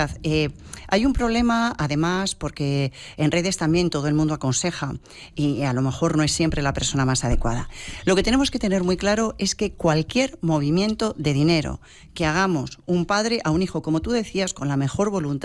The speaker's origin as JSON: {"language": "Spanish", "town": "Madrid", "region": "Community of Madrid", "country": "Spain", "said": "Y siempre, siempre en Comunidad Valenciana. Yo soy madrileña, pero mi corazoncito ya está."}